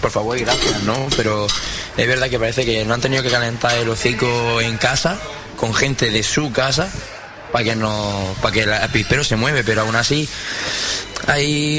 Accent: Almería, Andalusia, Spain

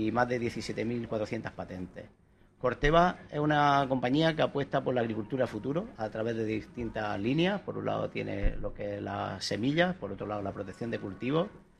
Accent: Almería, Andalusia, Spain; Sí, yo soy almeriense.

